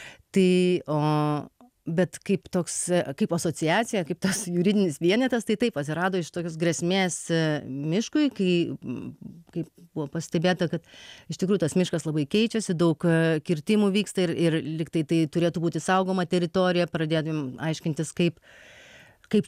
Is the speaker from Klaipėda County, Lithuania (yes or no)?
no; Anykščiai, Utena County, Lithuania; moved away as an adult; Aš augau Anykščiuose.